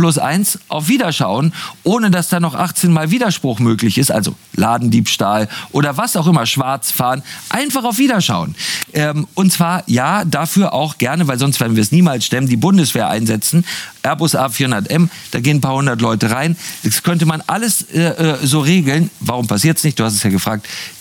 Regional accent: Germany; wenn ich als Deutscher aus London wiederkomme

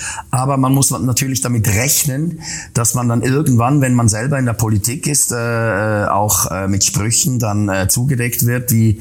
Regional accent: Switzerland

